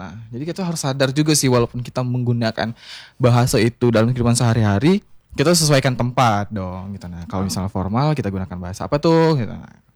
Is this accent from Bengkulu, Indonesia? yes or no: yes; Bengkulu, Indonesia; kita orang Bengkulu, tapi di Bengkulu masih banyak dialek-dialek bahasa